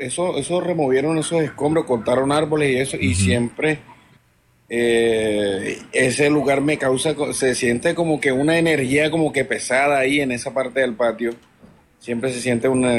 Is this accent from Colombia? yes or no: yes; Bolívar, Colombia; now in Cartagena, Colombia; De un pueblo cerca de Arjona, Bolívar.